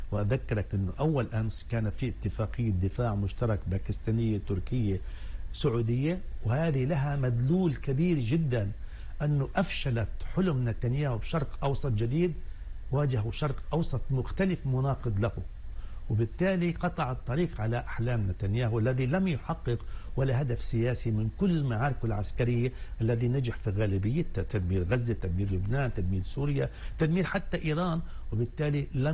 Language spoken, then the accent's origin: Arabic; Palestine; نحن كفلسطينيين.